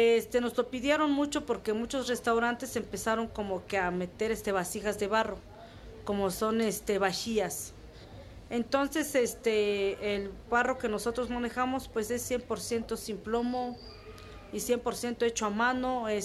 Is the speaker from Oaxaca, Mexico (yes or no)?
yes; Oaxaca, Mexico; No he salido de mi pueblo, ahí sigo, porque hay algunos que sí emigran. Pero yo desde que nací ahí me quedé con mi papá, mi mamá